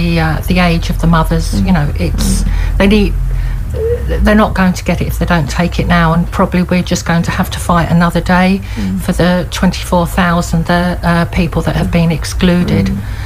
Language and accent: English; Ireland; as court people, as Irish people